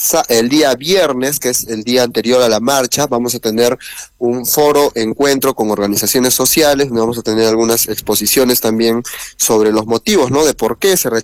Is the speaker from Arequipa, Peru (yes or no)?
yes; Arequipa, Peru; creemos que como arequipeños